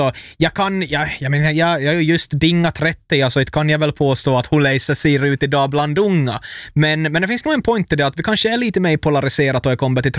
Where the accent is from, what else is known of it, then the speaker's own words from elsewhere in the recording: Ostrobothnia, Finland; jag är ju född och uppvuxen i Österbotten